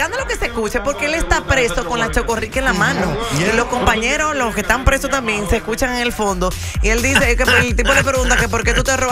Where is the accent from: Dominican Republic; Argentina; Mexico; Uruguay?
Dominican Republic; born there